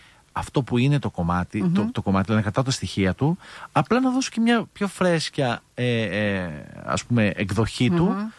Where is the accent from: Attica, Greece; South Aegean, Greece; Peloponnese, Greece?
Attica, Greece; Athens; Και επειδή εγώ γεννήθηκα και μεγάλωσα στην Αθήνα, μπορεί να τα είχα τα ακούσματα από τον μπαμπά μου